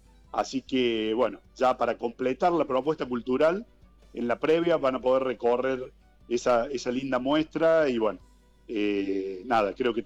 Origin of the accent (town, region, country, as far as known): Argentina